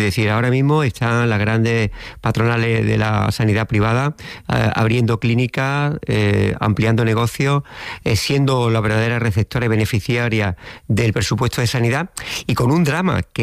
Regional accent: Andalusia, Spain; Bueno, yo soy más andaluz y más de pueblo que las amapolas

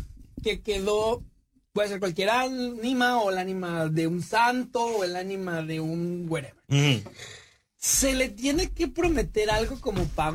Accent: Jalisco, Mexico; Yo soy de los Altos de Jalisco

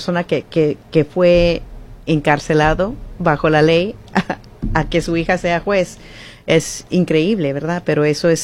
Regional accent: Mexico; now in United States; siendo una persona mexicana y una mujer

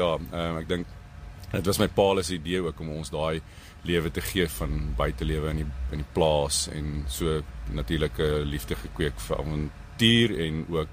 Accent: Pretoria, Gauteng, South Africa; En ons het groot geword hier in Pretoria, nie ver van hier af nie, in Ferry Glen.

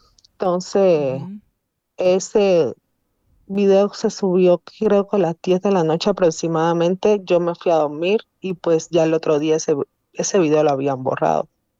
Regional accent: Cuba; moved away as an adult; now in Mexico; Soy de origen cubano. Uh-huh. Llegué aquí en el año 2017 con beca CONACYT para la maestría de energía en la UNAM.

